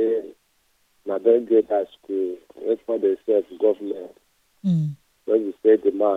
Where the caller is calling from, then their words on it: Ojo, Lagos, Nigeria; from Ojo.